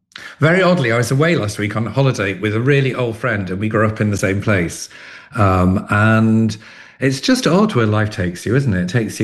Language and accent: English; Liverpool, North West England, United Kingdom; I grew up in Liverpool. Was brought up in a Catholic family, Irish Catholic family, went off to university